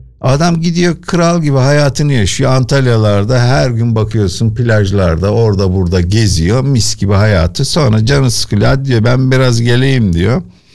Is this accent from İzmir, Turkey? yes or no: yes; İzmir, Turkey; Benim mahallem. Ben orada doğdum büyüdüm.